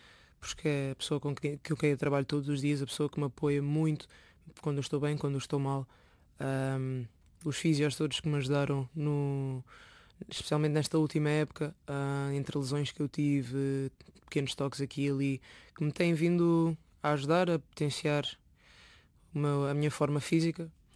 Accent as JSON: {"language": "Portuguese", "region": "Lisbon", "country": "Portugal", "tie": "born there", "said": "As raízes portuguesas vêm muito diretamente da parte do pai. Pronto, eu nasci cá, nasci em Lisboa. Mas tenho muito mais contacto com o lado africano, porque eu cresci sempre só com a minha mãe, entre os meus familiares africanos"}